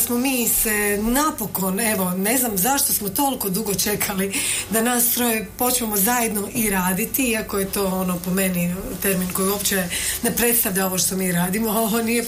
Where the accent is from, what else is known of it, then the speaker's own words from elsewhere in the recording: Ploče, Dubrovnik-Neretva County, Croatia; mislim da smo imali predivno djetinjstvo i odrastanje dolu u Pločama